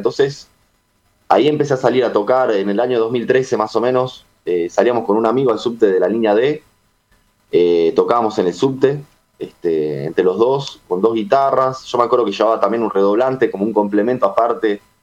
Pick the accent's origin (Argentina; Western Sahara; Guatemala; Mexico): Argentina; Tucumán; moved away as an adult; now in Buenos Aires, Argentina; Y en esa época yo soy de Tucumán, ¿no? Entonces empecé tocando en escenarios, en estos formatos de banda, con las cuales hemos tenido nuestros logros en su momento. Y después en 2011 yo me vine a vivir acá a Buenos Aires.